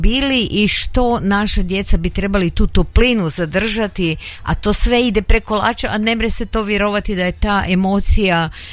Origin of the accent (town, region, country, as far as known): Koprivnica, Koprivnica-Križevci County, Croatia